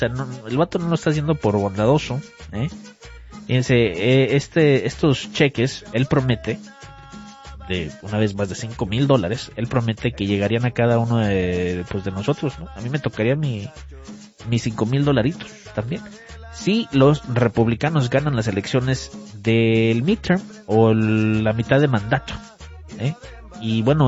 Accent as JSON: {"language": "Spanish", "town": "Monterrey", "region": "Nuevo León", "country": "Mexico", "said": "Y es que yo soy de Monterrey, ahí le decimos chorro."}